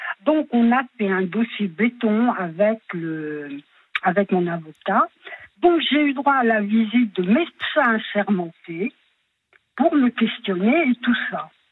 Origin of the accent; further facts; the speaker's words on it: Switzerland; accent: Swiss; je parle avec l'accent suisse. Et c'est vrai en plus, parce que j'ai pu me faire chambrer dans ma vie avec ça.